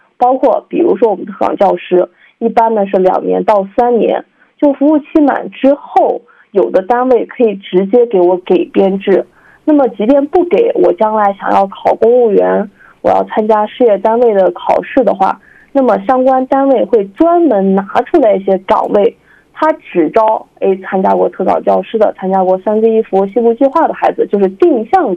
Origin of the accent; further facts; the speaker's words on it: Xinjiang, China; 咱们新疆